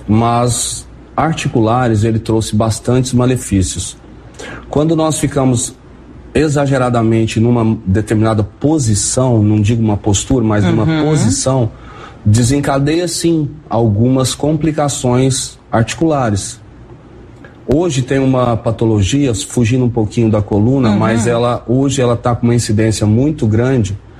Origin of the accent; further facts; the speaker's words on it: Goiânia, Goiás, Brazil; accent: Goiano; moved away as an adult; Sou natural de Goiânia, né, do estado de Goiás.